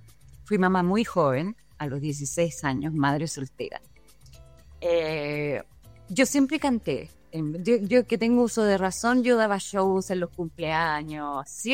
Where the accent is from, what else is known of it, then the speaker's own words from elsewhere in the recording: Chile; moved away; also born or lived in Vienna; Y yo sabía que en algún momento yo iba a volver a Chile, no sabía cuándo, pero las cosas se fueron dando de a poco. Mi madre murió el 2024, eso me hizo venir a Chile, estar mucho con mi familia.